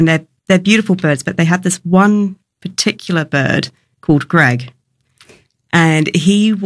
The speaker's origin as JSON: {"language": "English", "country": "New Zealand", "tie": "born or raised there", "said": "Growing up in New Zealand, we had a large number of flightless birds, which happen to be significantly endangered within New Zealand."}